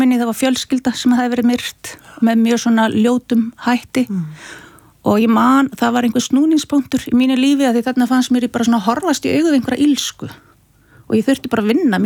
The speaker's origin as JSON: {"language": "Icelandic", "town": "Akureyri", "region": "Northeastern Region", "country": "Iceland", "tie": "born or raised there", "said": "Og við erum alveg upp á Akureyri, við erum einn eldri bróður líka"}